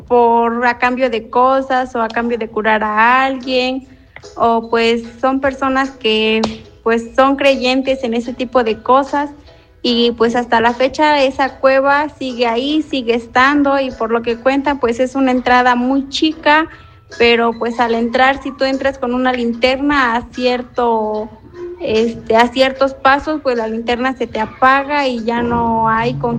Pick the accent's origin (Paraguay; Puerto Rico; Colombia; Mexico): Mexico; Santa Cecilia Clavijero, Puebla; aquí de mi pueblo de Santa Cecilia Clavijero.